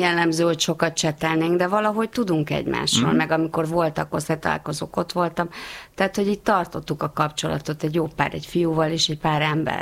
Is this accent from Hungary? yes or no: yes; Salgótarján, Nógrád, Hungary; also born or lived in Szolnok; Szolnokon születtem, és akkor, amikor 6 éves lettem, és iskola kezdő, akkor az aput elhelyezték Nógrád megyébe, és Nógrád megyei tudósító lett. Úgyhogy akkor az én nagy bánatomra Salgótarjánba költözött a család.